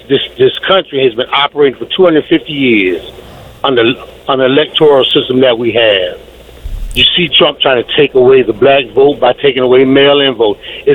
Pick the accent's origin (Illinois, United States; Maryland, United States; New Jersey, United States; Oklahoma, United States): Maryland, United States; Baltimore; I'm from Baltimore City.